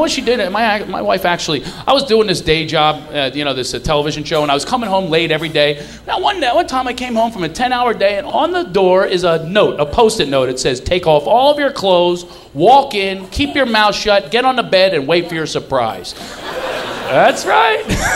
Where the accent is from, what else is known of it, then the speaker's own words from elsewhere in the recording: Philadelphia, Pennsylvania, United States; But romance, I'm from Philadelphia. No romances in Philly.